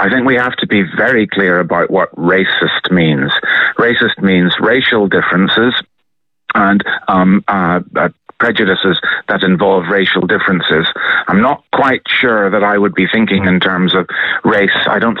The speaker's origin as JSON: {"language": "English", "region": "Northern Ireland", "country": "United Kingdom", "said": "I mean, as it happens, I'm from Northern Ireland, but Northern Ireland has its own teams."}